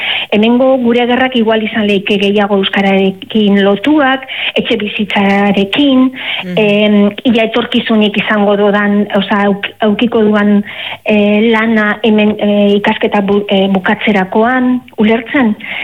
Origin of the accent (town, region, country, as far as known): Basque Country, Spain